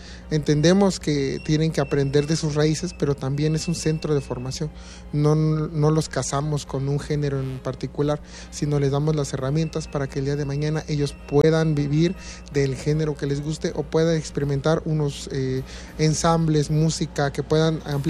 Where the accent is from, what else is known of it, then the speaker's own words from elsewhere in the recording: Oaxaca, Mexico; Soy director del Centro de Formación Musical de aquí de la Villa de Etla. Soy originario de Villa Hidalgo y Alala.